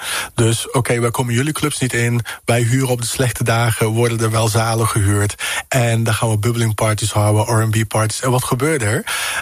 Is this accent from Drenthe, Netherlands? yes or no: no; Tilburg, North Brabant, Netherlands; born there; also born or lived in Curaçao, Netherlands Antilles; ik heb echt de periodes meegemaakt, voornamelijk in Tilburg.